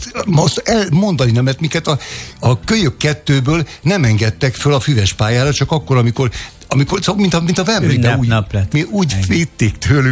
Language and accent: Hungarian; Budapest, Hungary; moved away; Újpest, amikor én születtem, akkor még nem tartozott a fővároshoz, ugye 50-ben csatolták hozzá